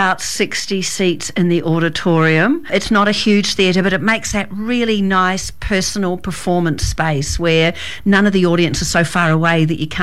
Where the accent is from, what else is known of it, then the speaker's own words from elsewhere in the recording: New Zealand; moved away as an adult; also born or lived in Perth, Australia; now in Armidale, Australia; Yes, but originally from New Zealand. So we came to Australia back in 92 and stayed in Perth for a good long time and then moved to Armidale to take the chair at UNE, as I said. I still think of myself as a New Zealander.